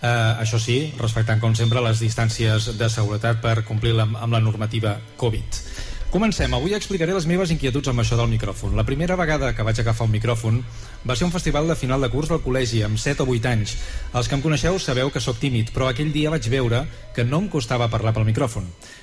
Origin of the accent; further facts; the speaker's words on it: Terrassa, Catalonia, Spain; Jo sempre dic que Talamanca és el meu poble, però no perquè hi hagi nascut, jo sóc terrassenc